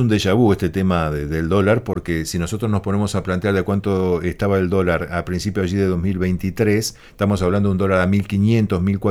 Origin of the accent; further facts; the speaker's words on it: Argentina; Digamos, somos argentinos, sí, no hay dudas.